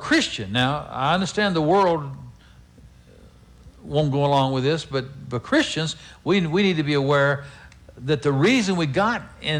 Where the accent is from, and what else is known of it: United States